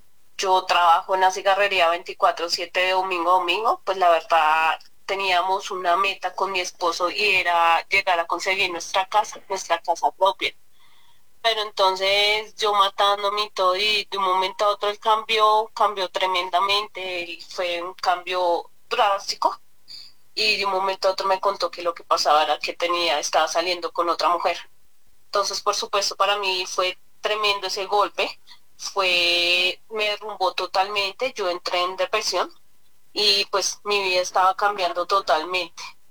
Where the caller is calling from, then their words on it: Boyacá, Colombia; Lo estoy llamando desde Carabobo, Boyacá.